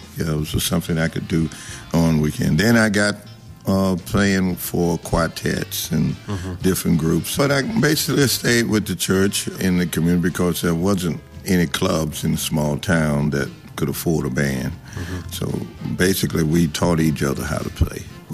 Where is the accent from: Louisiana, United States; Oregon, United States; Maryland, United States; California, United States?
Louisiana, United States; Bernice; I'm from Bernice, Louisiana, a little small town.